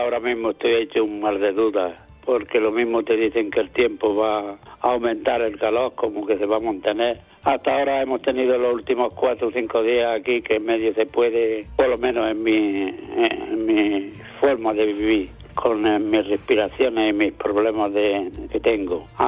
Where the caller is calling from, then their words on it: Almuñécar, Andalusia, Spain; de Almuñécar, el gerente de esta gran peña, el aguacate